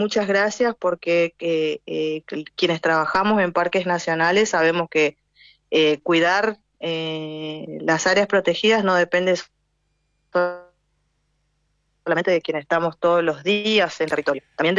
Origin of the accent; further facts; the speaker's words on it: Chaco, Argentina; born there; Nací en la provincia del Chaco.